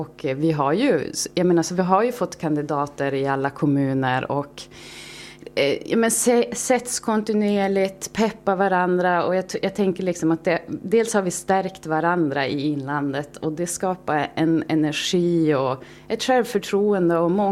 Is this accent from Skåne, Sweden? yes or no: no; Storuman, Västerbotten County, Sweden; born there; also born or lived in Sorsele; Ja, men såklart Storuman då, som är min hemkommun, men Sorsele är ju den kommun där jag har all min släkt och är född.